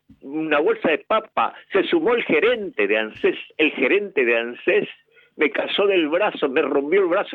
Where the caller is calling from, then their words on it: González Catán, Buenos Aires Province, Argentina; González Catán, kilómetro 43